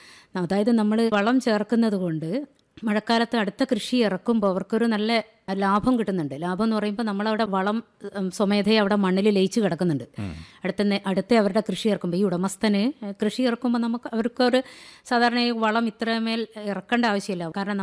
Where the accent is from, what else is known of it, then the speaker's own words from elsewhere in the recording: Wayanad district, Kerala, India; moved away as an adult; now in Vadakara, India; ഞാൻ എൻ്റെ സ്വദേശം, ഞാൻ ജനിച്ചു വളർന്നത് വയനാട് ജില്ല. വയനാട് ജില്ല എന്ന് പറയുമ്പോൾ തന്നെ അറിയാം വയലുകളുടെ നാടാണ്.